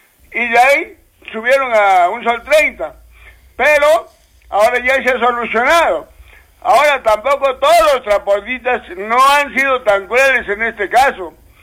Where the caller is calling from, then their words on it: Socabaya, Arequipa, Peru; para acá, yo le hablo de Socaba ya